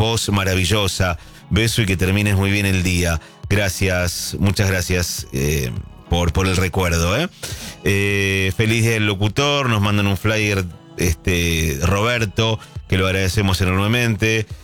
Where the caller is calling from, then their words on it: Junín, Buenos Aires Province, Argentina; Hola, buenas madrugadas, Hernán. … de Junín.